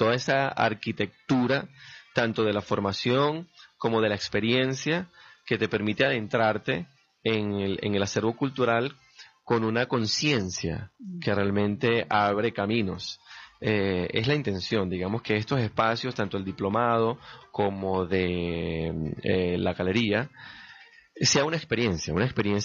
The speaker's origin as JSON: {"language": "Spanish", "country": "Venezuela", "said": "lo que nos define como venezolanos."}